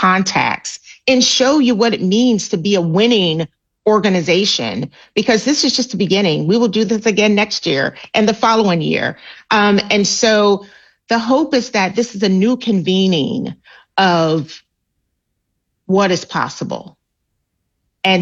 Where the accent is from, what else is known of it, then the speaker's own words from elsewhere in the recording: Nigeria; born there; I was blown from Nigeria.